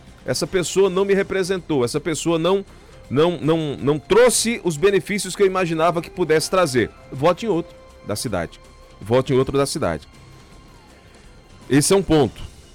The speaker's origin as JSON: {"language": "Portuguese", "town": "Arcoverde", "region": "Pernambuco", "country": "Brazil", "said": "Não, vou botar mais perto, eu sou de Arco Verde."}